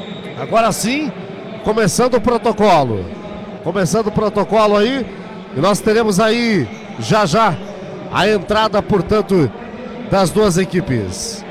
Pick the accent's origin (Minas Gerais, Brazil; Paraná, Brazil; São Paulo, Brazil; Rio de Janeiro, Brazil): Paraná, Brazil; Santo Antônio do Sudoeste; venho lá da cidade de Santo Antônio do Sudoeste